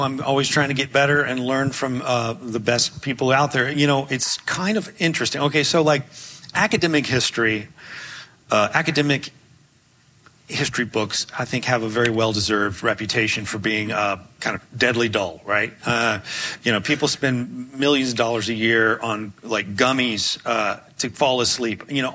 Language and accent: English; Memphis, Tennessee, United States; moved away; my time growing up in Memphis